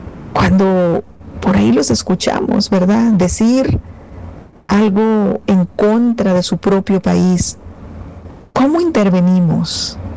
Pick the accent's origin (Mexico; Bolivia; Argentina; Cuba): Mexico; ni de loco, atento contra mi vida, si yo soy mexicano, si yo soy, y además este domingo juega mi selección.